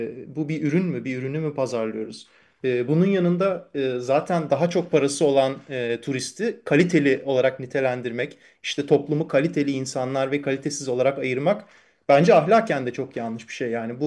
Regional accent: Princes' Islands, Istanbul, Turkey; biz Adalılar olarak

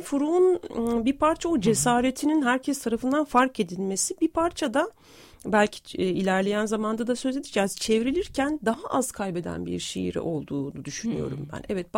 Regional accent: Ankara, Turkey; now in Istanbul, Turkey; 2002 yılında geldim ben İstanbul'a, Ankara'dan geldim. Bir Ankaralıyım aslında.

